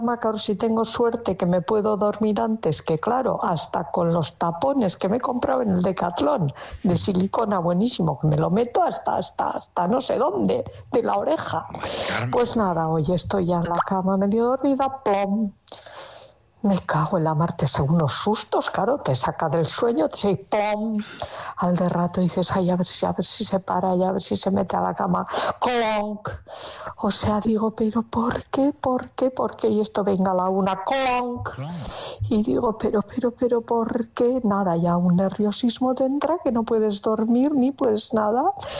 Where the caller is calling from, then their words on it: Alonsotegi, Basque Country, Spain; soy de Alonso Tegui